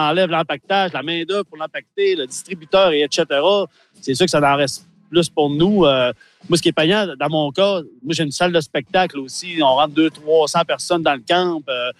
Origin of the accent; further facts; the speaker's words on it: Quebec, Canada; Moi, je suis du Saguenay-Lac-Saint-Jean, fait, mon cercle de vente, ça se situe entre la Beauce et la Côte-Nord.